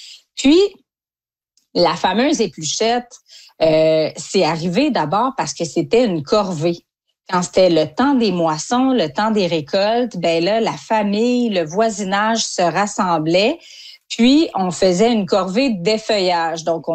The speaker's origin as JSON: {"language": "French", "town": "Saint-Guillaume", "region": "Quebec", "country": "Canada", "said": "moi, je viens de Saint-Guillaume, au centre du Québec. Le blé d'Inde, ça a toujours fait partie de mes étés, de mes automnes, depuis que je suis jeune."}